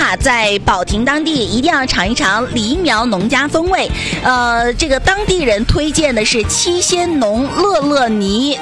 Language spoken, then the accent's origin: Chinese; Northeast China, China; 我们东北人也愿意往这个海南那边去。